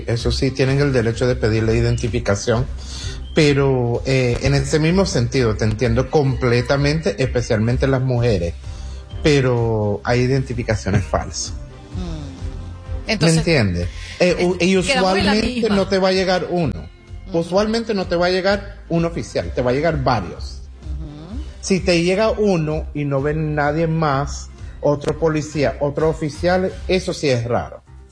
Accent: United States; born there

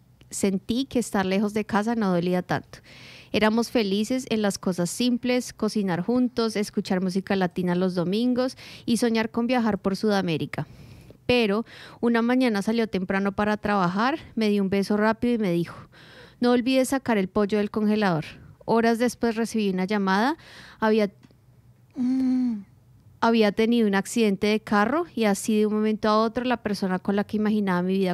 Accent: Mexico; now in Australia; soy mexicana y llevo tantos años en Australia que ya mezclo el órale con el no worries.

